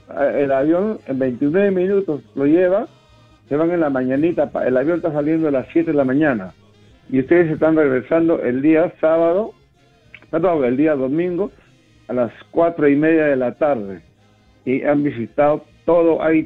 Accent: Huánuco, Peru; born there; mi tierra querida, mi Huánuco lindo, que es lo más hermoso que hay en el Perú. Con un clima para todo el año, como le dicen, es la ciudad de la eterna primavera

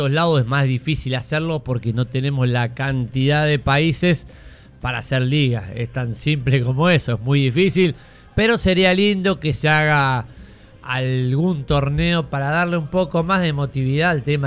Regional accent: Rosario, Santa Fe, Argentina; Yo soy de Rosario

